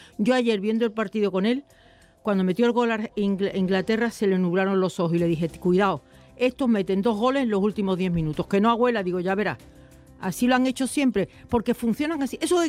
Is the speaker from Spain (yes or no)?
yes; Málaga, Andalusia, Spain; Yo soy de Málaga, pues yo quiero que gane España.